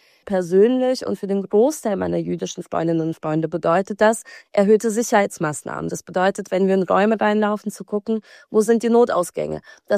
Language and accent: German; Baden-Baden, Baden-Württemberg, Germany; Ich möchte, dass es so etwas auch in meiner Heimatgemeinde gibt. Und so ging das dann los, dass ich in Baden-Baden ein jüdisches Jugendzentrum mitgegründet habe